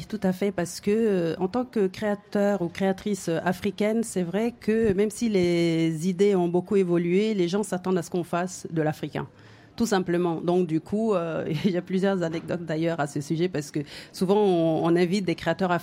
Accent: Burkina Faso; now in Paris, France; je suis burkinabé, je reprends mon identité

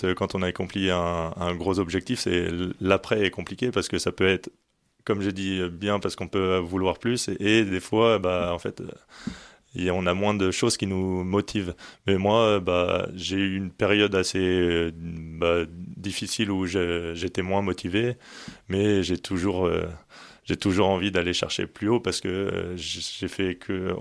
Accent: France; quand on est français.

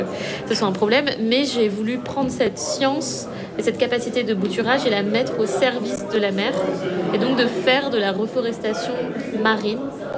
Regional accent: Madagascar; Je suis née à Madagascar, j'y ai grandi

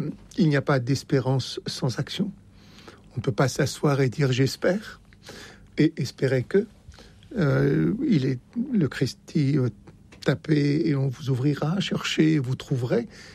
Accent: Oran, Oran Province, Algeria; moved away; Je suis né à Oran.

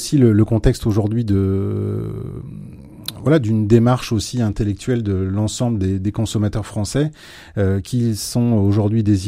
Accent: Hauts-de-France, France; Je pense que moi, je viens de l'Oise, hein. Le week-end, ma maison est sur Amiens, mais je découvre l'Orne semaine après semaine depuis 7 mois.

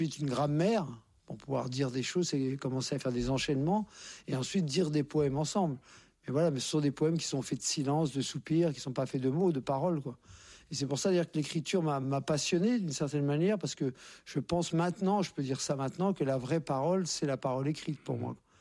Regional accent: Courbevoie, Île-de-France, France; born there

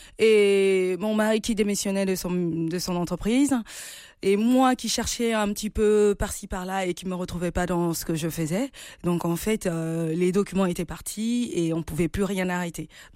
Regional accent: Gabon; moved away as an adult; now in France; Moi, je viens du Gabon

